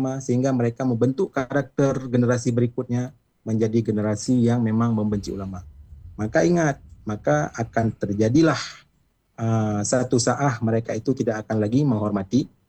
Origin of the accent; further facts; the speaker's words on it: Aceh, Indonesia; kita orang Aceh